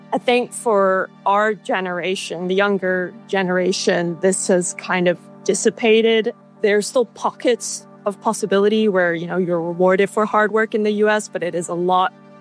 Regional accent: Singapore; also born or lived in United States; now in San Diego, United States; I was born in the U.S., where I grew up in Singapore, and then I came back to the U.S. for school.

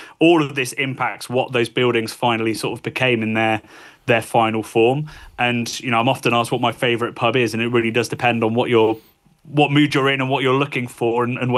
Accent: Abingdon, South East England, United Kingdom; moved away; Well, I mean, I'm from Oxford.

